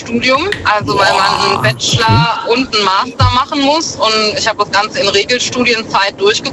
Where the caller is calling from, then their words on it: Osann-Monzel, Rhineland-Palatinate, Germany; Hi, aus Osernmunzel an der Mosel bei Trier.